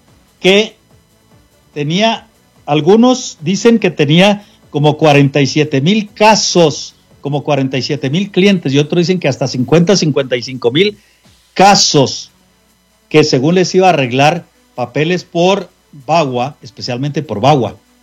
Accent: Chihuahua, Mexico; yo soy de Chihuahua

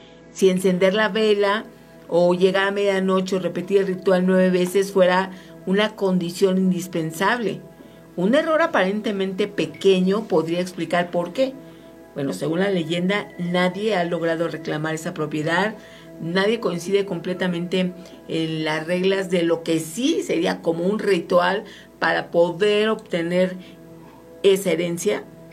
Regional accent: Guadalajara, Jalisco, Mexico; yo soy de Guadalajara y desde niña me contaban que nadie podía terminar ese rosario.

